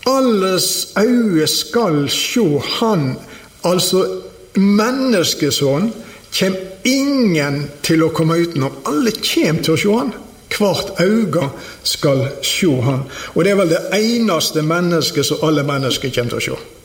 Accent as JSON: {"language": "Norwegian", "area": "Osterøy", "region": "Vestland", "country": "Norway", "tie": "born there", "said": "Jeg er født på Osterøyna, det er fødsel nummer 1. Jeg er født på et bedehus"}